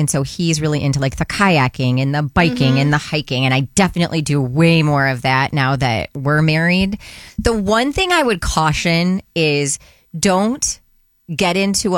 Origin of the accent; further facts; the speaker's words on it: Michigan, United States; I was living in Indianapolis, and I'm like, I'm from Michigan.